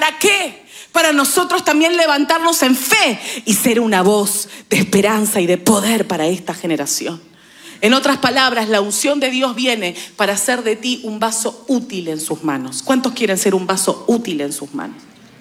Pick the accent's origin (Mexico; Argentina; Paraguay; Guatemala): Argentina